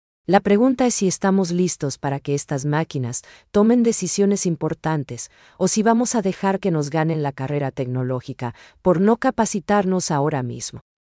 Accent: Paraguay; lo que nos hace únicos como paraguayos.

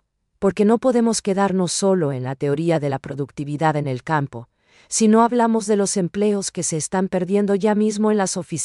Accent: Paraguay; ¿Estamos listos nosotros como paraguayos para dominar estas máquinas

